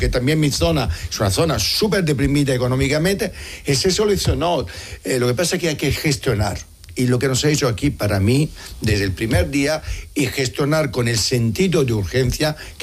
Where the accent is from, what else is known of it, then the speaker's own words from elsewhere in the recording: Brindisi, Apulia, Italy; now in Spain; En Italia, en mi pueblo, hace años, no os acordaréis, llegaron 10.000 albaneses ocupando una ciudad, la ciudad de Brindisi, sí, que yo soy de ahí.